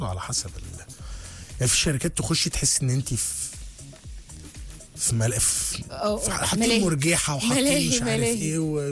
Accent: Egypt; بس انا اعتقد ان احنا كمصريين هنبقى محتاجين السليبنج اريا دي

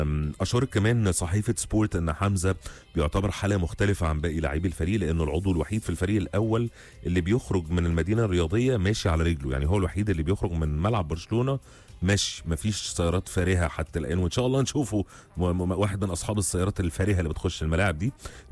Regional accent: Damietta, Damietta Governorate, Egypt; انا من دمياط ما شفتش حاجه، وكمان الكشاك قليله جدا في دمياط

